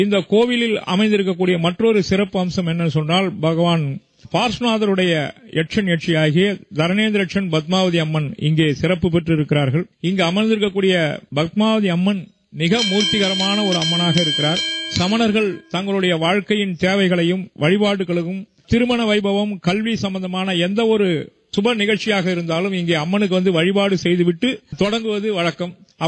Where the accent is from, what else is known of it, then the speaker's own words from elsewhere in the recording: Vilukkam, Tamil Nadu, India; நான் இந்த விழுக்கம் கிராமத்தை சேர்ந்தவன்.